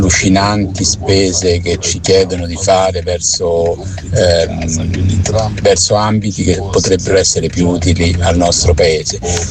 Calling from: Rome, Lazio, Italy

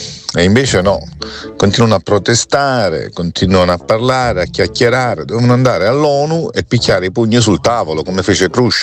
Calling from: Pavia, Lombardy, Italy

